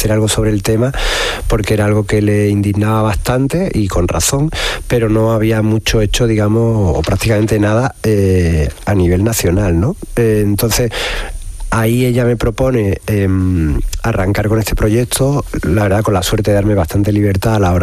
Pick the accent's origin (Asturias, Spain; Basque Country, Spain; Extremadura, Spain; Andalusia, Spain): Andalusia, Spain; Seville; born there; moved away as an adult; also born or lived in Rota, Cádiz; now in Madrid, Spain; Yo soy de Sevilla, nacido en Triana, vivo gran parte del año en Madrid por cuestiones de trabajo, porque también doy clases allí y todo eso, pero vengo mucho a Sevilla y también, digamos, que paso gran parte del año, sobre todo evitando el verano, en Rota, en Cádiz